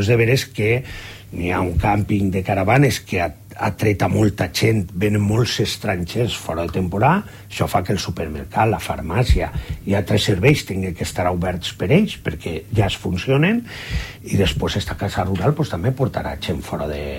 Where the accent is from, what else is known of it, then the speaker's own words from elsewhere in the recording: Gandia, Valencian Community, Spain; Jo soc de Gandia i aixina ho defenc.